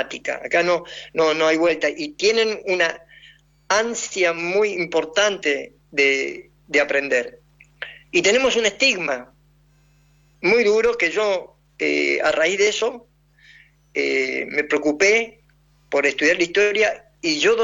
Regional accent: Argentina; soy argentino, yo uso mi camiseta de Argentina, yo grito los goles, no voy a cambiar mi idioma, no sé hablar guaraní

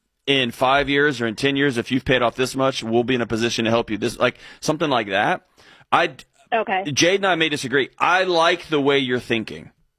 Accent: Houston, Texas, United States; growing up in Houston, Texas, where it's 1,000 degrees, when I was a kid playing soccer, like 6-7 year old

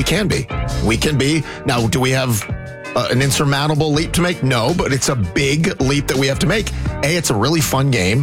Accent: United States; I'm an American

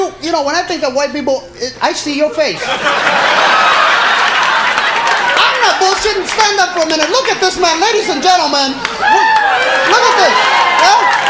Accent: Los Angeles, California, United States; I'm from East Los Angeles, Boyle Heights to be exact, right around there.

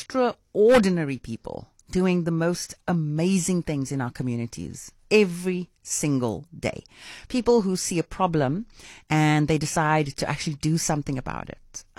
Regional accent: South Africa

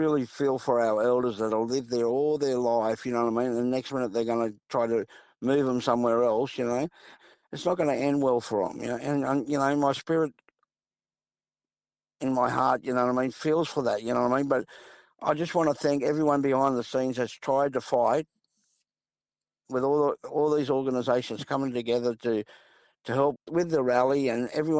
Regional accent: Sydney, New South Wales, Australia; We grew up in South Sydney, Redfern All Blacks we played for

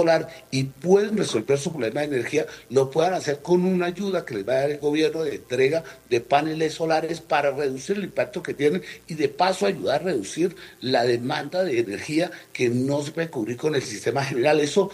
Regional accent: Colombia; Allí tenemos nosotros es que, como colombianos, hacer una veeduría que esa ejecución se haga y se haga correctamente.

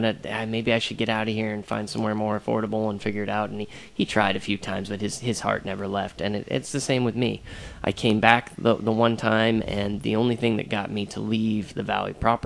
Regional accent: Santa Barbara, California, United States; born there; also born or lived in Solvang, California; I grew up in Solvang until I was about seven. Parents divorced, ended up in Santa Barbara with my mom

